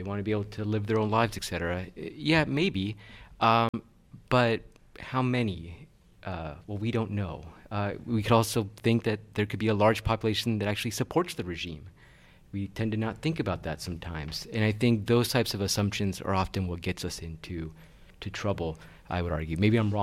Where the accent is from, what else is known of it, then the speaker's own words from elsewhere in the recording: United States; as an American, I feel that sometimes we have this notion of projecting our own thoughts, feelings, assumptions onto our adversaries.